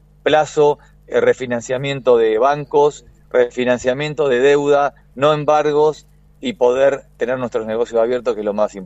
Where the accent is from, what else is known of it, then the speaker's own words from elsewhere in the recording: Argentina; como argentinos de bien